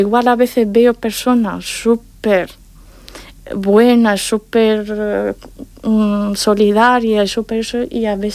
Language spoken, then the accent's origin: Spanish; Morocco; moved away; muchas veces no creían que soy marroquí